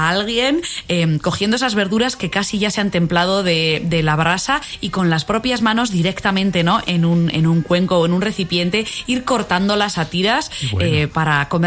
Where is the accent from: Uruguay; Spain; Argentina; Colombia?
Spain; Aragon; Como buena aragonesa, yo en mi casa lo que hago es fritada, que es ese sabor que pues me lleva a mi infancia